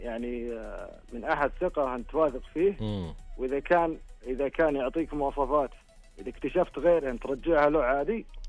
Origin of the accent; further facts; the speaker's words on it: Saudi Arabia; عندنا في السعودية